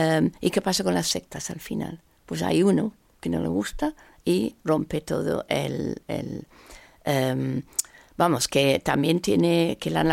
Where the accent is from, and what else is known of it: England, United Kingdom; moved away